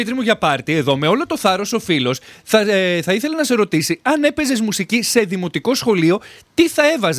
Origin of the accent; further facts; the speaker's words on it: Agrinio, Western Greece, Greece; στην πόλη μου στο Αγρίνιο